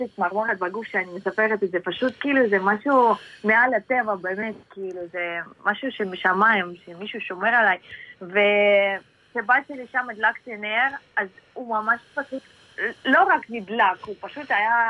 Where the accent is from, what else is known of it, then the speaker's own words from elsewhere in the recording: Czechia; Hebrew is a second language; now in Israel; עליתי מצ'כיה.